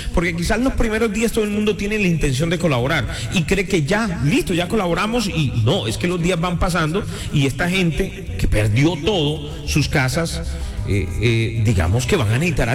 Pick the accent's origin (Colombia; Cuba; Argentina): Colombia; los colombianos nos estamos uniendo.